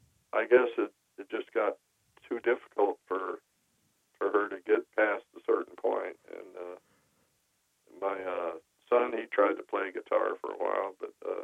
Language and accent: English; Kentucky, United States; I come from Kentucky, and actually out of Appalachia, Kentucky.